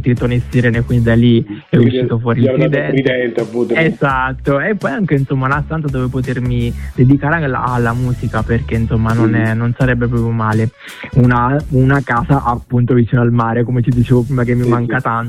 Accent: Vittoria, Sicily, Italy

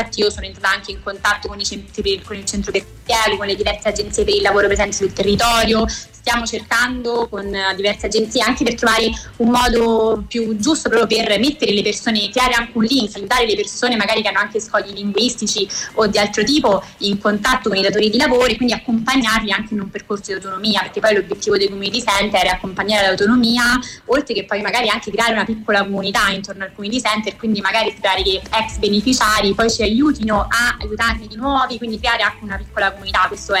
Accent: Rome, Lazio, Italy; io stessa nuova di Colleferro, io vengo da Roma, quindi avevo bisogno proprio un racconto proprio di questo centro

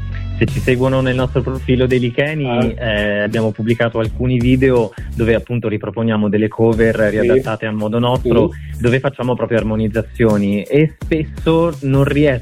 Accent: Viareggio, Tuscany, Italy; accent: Tuscan; sono nato proprio all'estero, e poi fin da piccino, quando ancora, diciamo, ero poco dopo nasce, sono venuto in Italia e sono cresciuto a Viareggio.

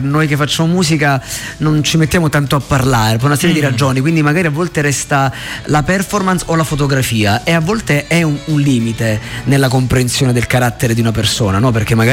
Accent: Cosenza, Calabria, Italy; tutta la mia città, la mia terra, gli ascoltatori e le ascoltatrici di Radio Jukebox

